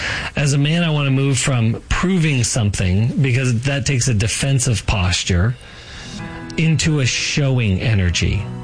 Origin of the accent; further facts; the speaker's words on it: Colorado, United States; So I grew up in Colorado, and I'm just going to tell you briefly a day in Colorado, spring.